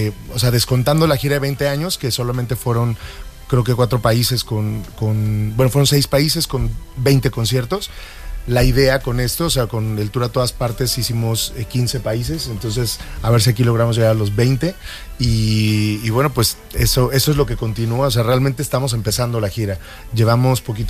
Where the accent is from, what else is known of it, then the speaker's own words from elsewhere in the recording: Huamantla, Tlaxcala, Mexico; A mí me pasa con las fiestas de mi pueblo que en agosto es sagrado para mí estar en Huamantla.